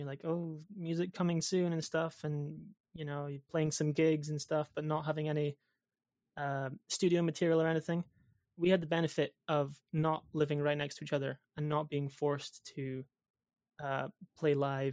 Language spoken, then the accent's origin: English; Aberdeen, Scotland, United Kingdom; I grew up in Aberdeen, Scotland, which is currently where I'm still living. It's a nice place. It's very grey.